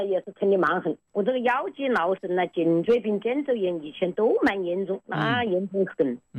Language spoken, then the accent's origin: Chinese; Xiantao, Hubei, China; moved away; 我老家在仙桃